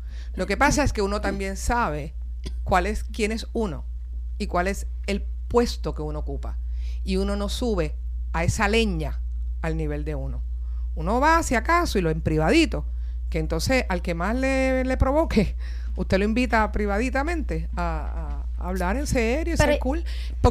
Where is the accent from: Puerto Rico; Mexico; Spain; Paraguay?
Puerto Rico; Bayamón; que estudié en la Luis Palen Mato en Bayamón y me crié en Bayamón, sí, en los vaqueros de Bayamón y nací en los indios, así que imagínese, vengo indio y vaquera.